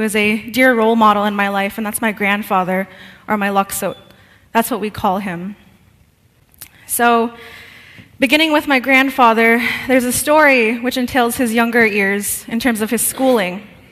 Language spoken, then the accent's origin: English; Ontario, Canada; first language Oneida; English is a second language; I'm Bear Clan, and I'm from the Oneida Nation of the Thames, First Nations community. So being a First Nations woman